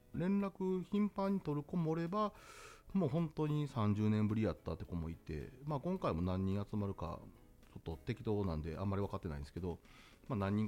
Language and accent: Japanese; Osaka, Japan; 私大阪出身なんで、